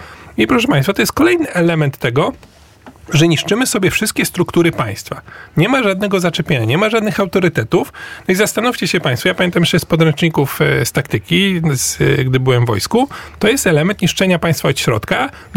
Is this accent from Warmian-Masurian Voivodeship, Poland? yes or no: yes; Orneta, Warmian-Masurian Voivodeship, Poland; jak ja pochodzę z Ornety i mogę zrobić Komisję Ornecką.